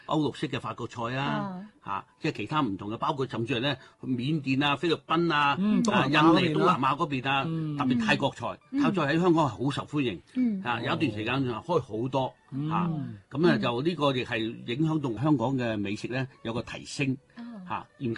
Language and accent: Cantonese; Guangzhou, Guangdong, China; 我哋廣州人咧，佢唔係好注重嗰個